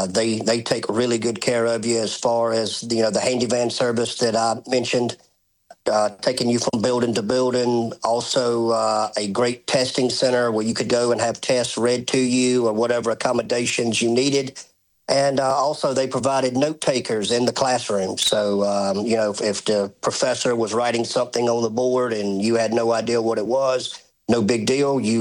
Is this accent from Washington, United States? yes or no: no; Thomaston, Georgia, United States; I'm from Georgia. I was born and raised in a small town of Thomaston, Georgia.